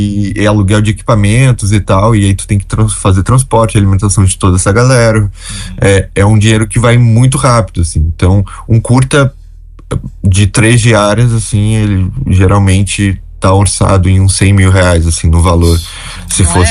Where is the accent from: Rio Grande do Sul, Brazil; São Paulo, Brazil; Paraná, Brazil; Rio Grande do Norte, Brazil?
Rio Grande do Sul, Brazil; Rio Grande; E eu, que sou de Rio Grande